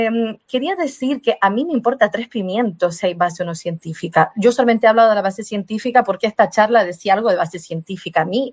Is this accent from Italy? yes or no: no; Brazil; Yo soy indígena, yo soy brasileña natural brasileña